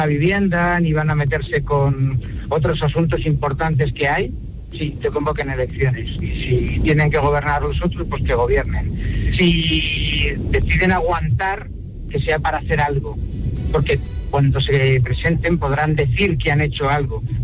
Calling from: Madrid, Community of Madrid, Spain; de Madrid.

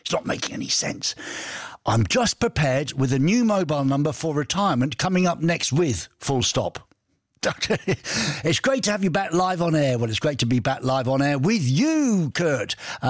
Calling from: Güstrow, Mecklenburg-Vorpommern, Germany; Today I'm not from Pankow, but I'm from Gustrow, with a umlaut, Lars.

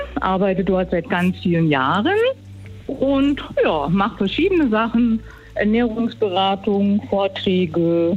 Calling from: Birstein, Hesse, Germany; Ich komme schon aus Bierstein, ursprünglich aus Bierstein.

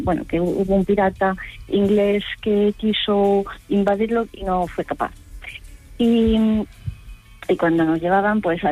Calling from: Galicia, Spain; soy de Galicia profunda, de cerca de la raya con Portugal

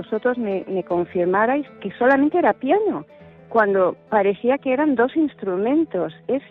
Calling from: Valencia, Valencian Community, Spain; de aquí de Valencia.

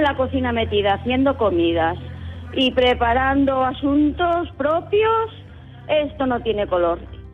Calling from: Madrid, Community of Madrid, Spain; de Madrid.

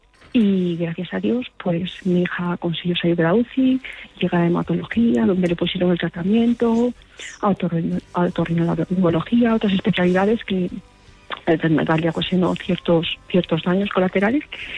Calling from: León, Castile and León, Spain

